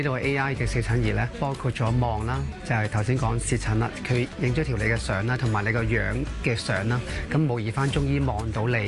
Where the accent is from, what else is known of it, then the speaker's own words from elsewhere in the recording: Hong Kong; 因為我哋香港人咧就生活急促啦，